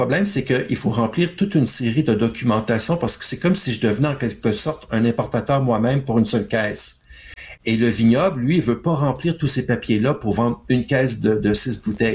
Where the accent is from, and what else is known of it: Quebec, Canada